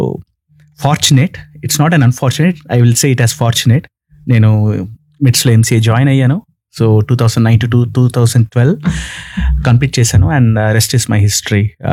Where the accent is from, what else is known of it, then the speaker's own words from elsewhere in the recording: Rapur, Andhra Pradesh, India; first language Tamil; also born or lived in Nellore; So నేను పుట్టి పెరిగిందంతా నెల్లూరు జిల్లా రాపూర్ అనే ఒక గ్రామంలో. సో నా స్టడీస్ అక్కడే అయ్యింది 10th వరకు, గుడ్చప్పటి ఇంగ్లీష్ మీడియం హై స్కూల్ అనే ఒక స్కూల్లో, చిన్న స్కూల్ అండి.